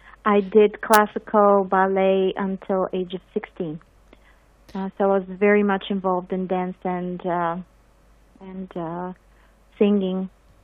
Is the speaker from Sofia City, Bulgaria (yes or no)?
yes; Sofia, Sofia City, Bulgaria; moved away as an adult; now in Canada; I began my training in Bulgaria. I was born and raised in Sofia, the capital, and lived there until the age of 18.